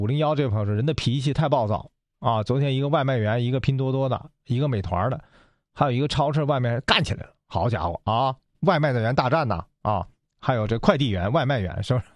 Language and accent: Chinese; Northeast China, China; 在我们东北这边每年会有一段热，但不会太久